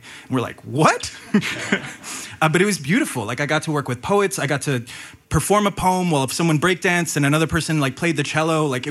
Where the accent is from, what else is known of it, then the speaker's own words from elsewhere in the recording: Honolulu, Hawaii, United States; Honolulu, Hawaii.